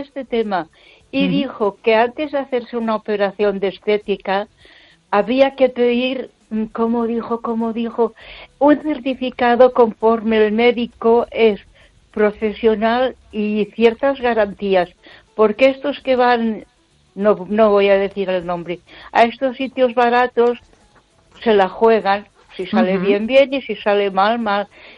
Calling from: Ponferrada, Castile and León, Spain; de Ponferrada.

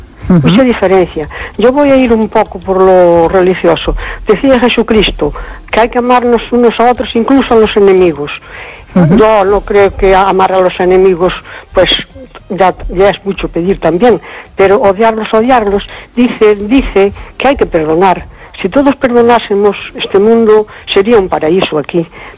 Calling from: Cespón, Galicia, Spain; de Cespón.

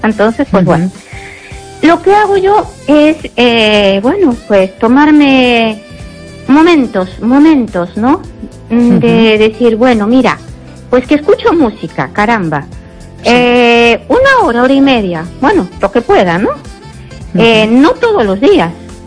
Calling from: Ourense, Galicia, Spain; Mira, hola. Mira, bueno … de Orense.

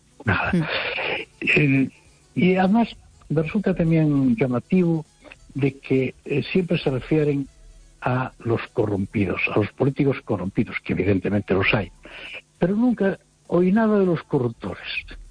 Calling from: Noia, Galicia, Spain

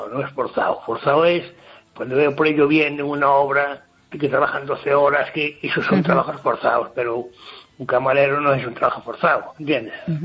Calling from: Ferrol, Galicia, Spain; aquí de Ferrol.

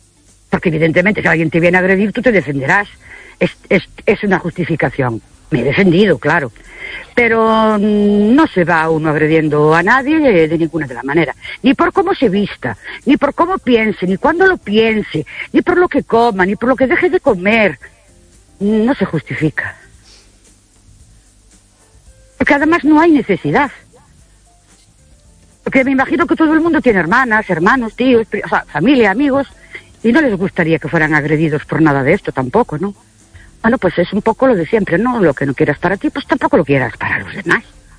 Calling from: Ourense, Galicia, Spain; Hola, buenas noches … de Urense otra vez.

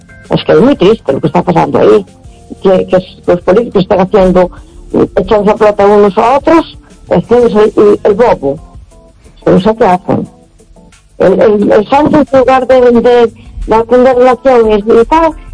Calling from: A Coruña, Galicia, Spain; de Coruña.

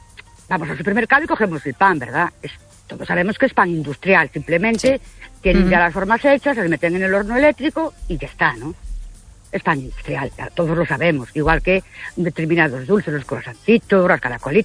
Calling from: Ourense, Galicia, Spain; Buenas noches … de Orense.

